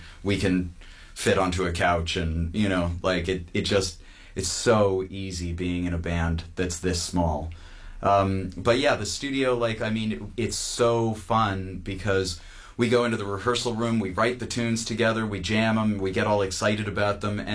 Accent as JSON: {"language": "English", "town": "Dartmouth", "region": "Nova Scotia", "country": "Canada", "tie": "born or raised there", "said": "my hometown, Dartmouth, Nova Scotia"}